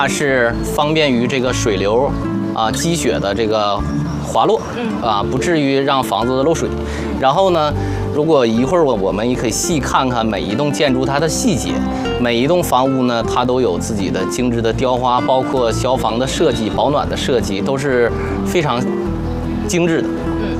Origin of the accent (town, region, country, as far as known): Harbin, Heilongjiang, China